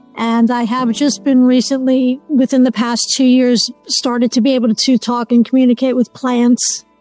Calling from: New Jersey, United States; New Jersey.

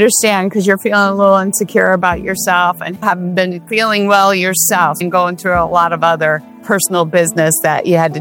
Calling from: California, United States; California.

